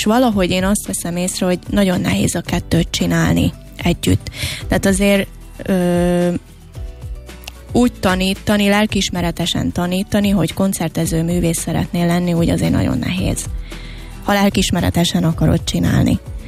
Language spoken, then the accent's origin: Hungarian; Slovakia; moved away as an adult; now in Budapest, Hungary; megélettem a romaságomat, tehát ez nagyon fontos, hogy ugye felvidékiként fölkerülsz Budapestre. Tehát eleve az, hogy ugye egy nagyvárosba kerültem.